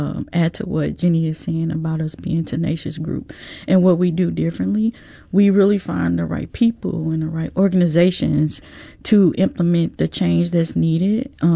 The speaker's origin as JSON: {"language": "English", "town": "St. Louis", "region": "Missouri", "country": "United States", "tie": "born or raised there", "said": "Yes, I grew up in St. Louis City. Went to Beaumont High School, UMSU, Hursto, where I got my degrees."}